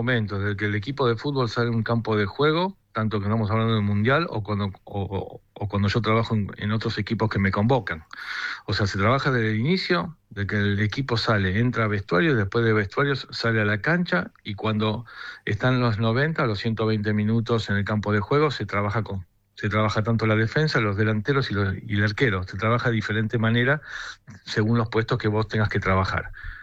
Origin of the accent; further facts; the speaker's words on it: Argentina; todos nosotros que somos argentinos tenemos una energía muy fuerte.